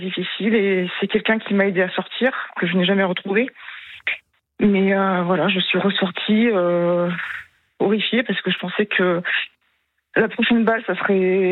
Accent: Montpellier, Occitanie, France; je suis originaire de Montpellier.

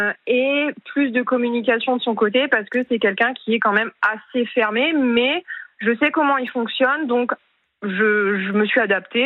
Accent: Hauts-de-France, France; accent: petit accent du Nord (ch'ti); j'ai ce petit accent. Alors, j'essaye de ne pas trop l'avoir, mais quand je suis en confiance, il a tendance à revenir.

